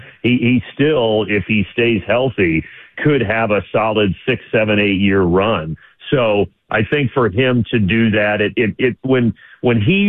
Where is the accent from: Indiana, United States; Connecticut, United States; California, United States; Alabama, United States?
Indiana, United States; I grew up in Southern Indiana watching the Braves on TBS